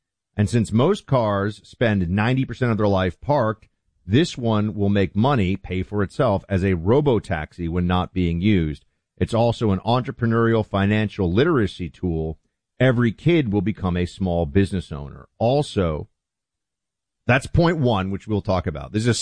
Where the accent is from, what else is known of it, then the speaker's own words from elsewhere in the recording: New York City, New York, United States; I grew up in New York City where kids were just taking the subway or taxis if it was, you know, at night or whatever to get around, or walking, obviously.